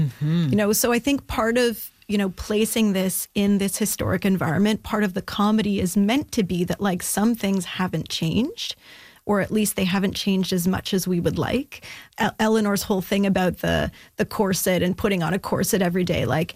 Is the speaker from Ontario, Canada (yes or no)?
yes; Ottawa, Ontario, Canada; I'm actually from Ottawa originally